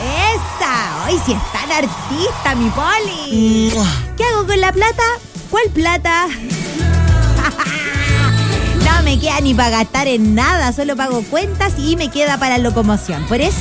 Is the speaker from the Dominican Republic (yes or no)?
yes; Dominican Republic; soy de la RD